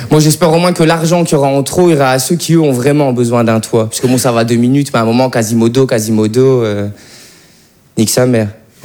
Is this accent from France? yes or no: no; Belgium; Ouais, parce que je suis belge et français, mais pour ce que je veux. Pour le football, je suis belge.